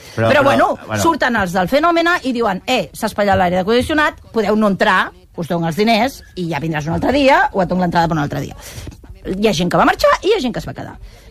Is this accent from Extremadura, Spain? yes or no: no; Barcelona, Catalonia, Spain; Jo vinc de dos en alta. Jo baixo, sóc una burgesa. Vinc de l'Eixample.